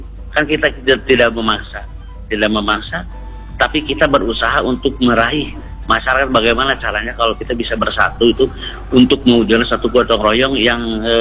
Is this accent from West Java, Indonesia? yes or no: yes; West Java, Indonesia; born there; masyarakat umumnya Jawa Barat, khususnya yang ada di kampung saya ya.